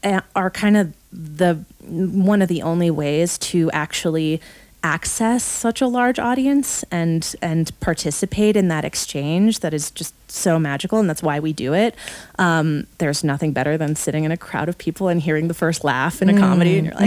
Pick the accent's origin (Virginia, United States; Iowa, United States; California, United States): California, United States; San Diego; moved away as an adult; also born or lived in New York City; I grew up in San Diego, and I didn't really have a film community.